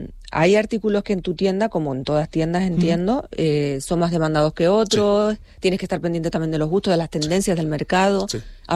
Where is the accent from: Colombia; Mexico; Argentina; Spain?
Spain; La Palma, Canary Islands; yo que soy de La Palma